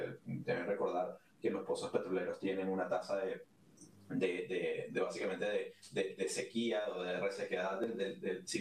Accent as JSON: {"language": "Spanish", "country": "Venezuela", "said": "pero también siendo venezolano"}